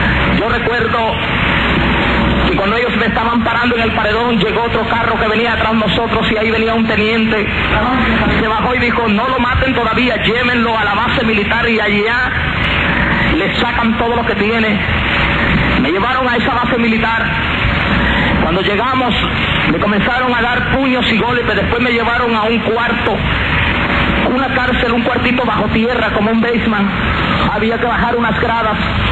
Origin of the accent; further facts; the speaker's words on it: Chiquimula, Guatemala; Yo soy de una provincia en Guatemala llamada Chiquimula.